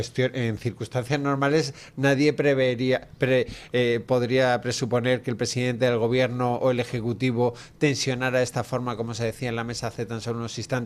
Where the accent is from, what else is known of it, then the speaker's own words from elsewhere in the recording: Andalusia, Spain; en Andalucía, en mi tierra